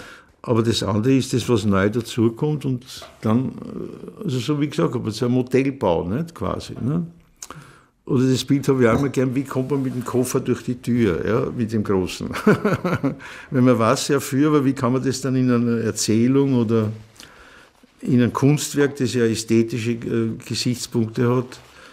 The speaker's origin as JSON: {"language": "German", "region": "Vienna", "country": "Austria", "tie": "born or raised there", "said": "das lernt man halt als Kind in Wien, nicht?"}